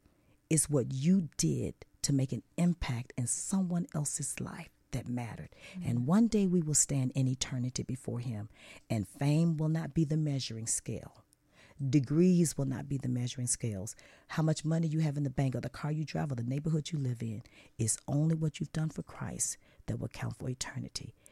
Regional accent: the South, United States; I was raised in the South in America, in the U.S.

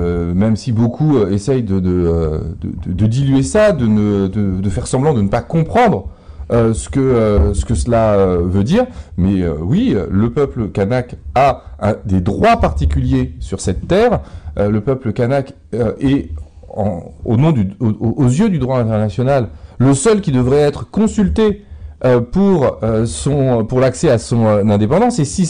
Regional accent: France; En tant que Français, et si Jean-Luc Mélenchon est élu président de la République

